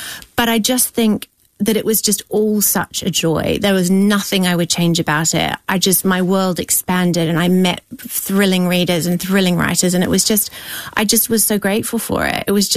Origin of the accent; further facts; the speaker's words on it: New Zealand; I grew up in a sort of New Zealand branch of the Brethren, which wasn't Plymouth.